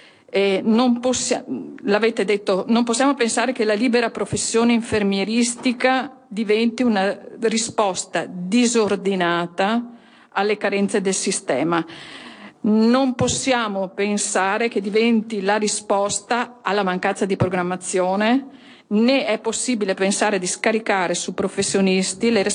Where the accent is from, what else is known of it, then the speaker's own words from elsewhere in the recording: Veneto, Italy; accent: Venetian; Vengo dal Veneto, lo dice il mio accento